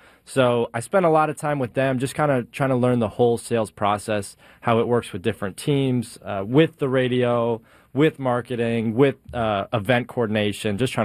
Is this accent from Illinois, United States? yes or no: yes; Libertyville, Illinois, United States; moved away as an adult; now in London, Canada; I'm from Libertyville, Illinois, about an hour south of Milwaukee. I'm a senior at Western University in London, Ontario.